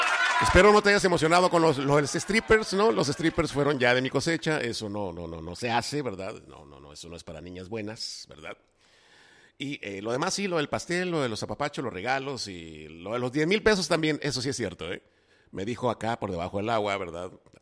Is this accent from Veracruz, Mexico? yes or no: yes; Veracruz, Mexico; moved away as an adult; also born or lived in United States; now in Los Mochis, Mexico; Pero yo soy de Veracruz